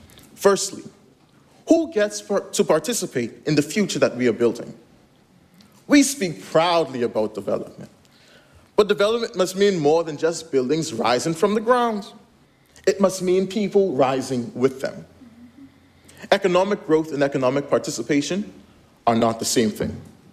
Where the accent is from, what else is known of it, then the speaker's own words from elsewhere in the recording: North Caicos, Turks & Caicos Islands; growing up in North Caicos, I was a proud Baptist boy.